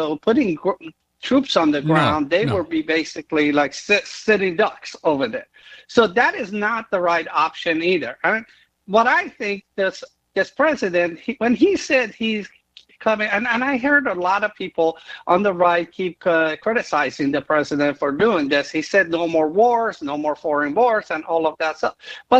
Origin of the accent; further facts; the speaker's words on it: Iran; That was somewhere around 1984, 1985, 86, in that period of time. And it was right after the Iran and Iraq war started.